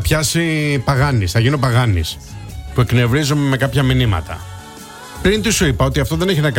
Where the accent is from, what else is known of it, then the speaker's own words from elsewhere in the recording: Mytilene, North Aegean, Greece; Πολλό δε μάλλον εμένα που είμαι και από τη Μυτιλίνη.